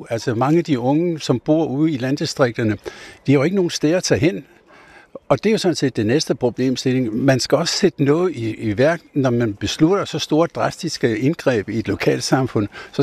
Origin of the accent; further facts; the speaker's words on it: Holeby, Zealand, Denmark; Jamen det er jo klart, altså nu kommer jeg fra Holeby, der er vi lige i gang med at lukke en skole og en halv.